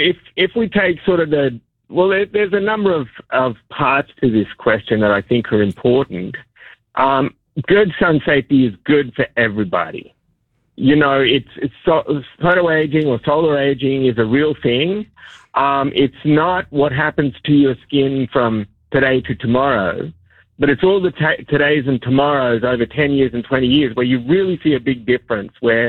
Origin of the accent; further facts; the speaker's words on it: Queensland, Australia; now in Colorado, United States; I grew up in Southeast Queensland, Australia, which is the melanoma capital of the universe.